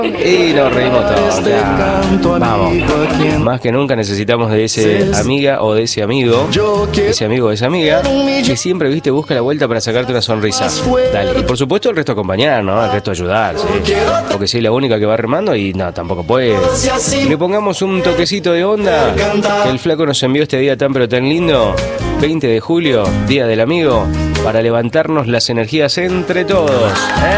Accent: Argentina; somos argentinos

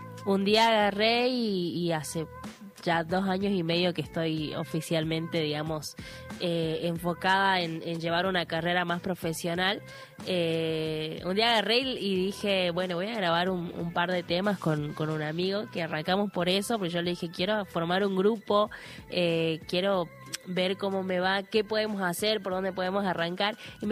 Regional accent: San Salvador de Jujuy, Jujuy, Argentina; yo soy una cantante jujeña, soy bueno de acá de San Salvador.

